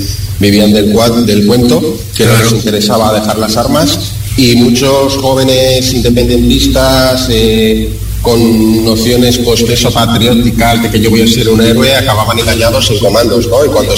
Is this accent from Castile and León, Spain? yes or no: no; Errenteria, Basque Country, Spain; moved away as an adult; now in Barcelona, Spain; yo nací en Rentería hace...